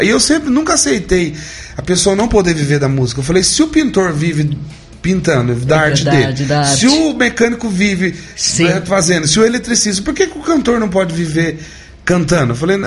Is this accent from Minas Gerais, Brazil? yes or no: no; Paraná, Brazil; accent: Minas Gerais (mineiro); moved away; also born or lived in Itatiba, São Paulo; eu nasci em Itatiba tá aqui perto de Campinas, São Paulo, certo. Mas eu fui criado no Paraná, até tem gente que acha que eu sou mineiro, porque o paranaense tem sotaque parecido. Com o do mineiro.